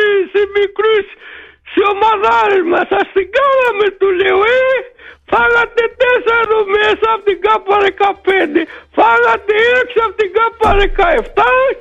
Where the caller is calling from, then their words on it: Crete, Greece; Εγώ είμαι από την Κρήτη, με κριτήκαρος.